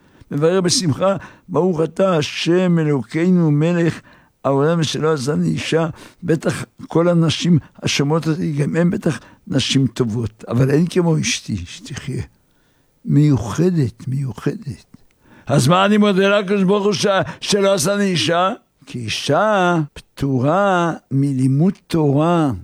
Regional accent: Haifa, Haifa District, Israel; אני גדלתי בחיפה.

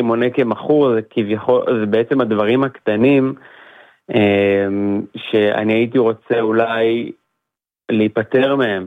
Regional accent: Be'eri, Southern District, Israel; now in Caesarea, Israel; בארי זה תמיד הבית, שם נולדתי וגדלתי, וכזה ממש מרגיש בית.

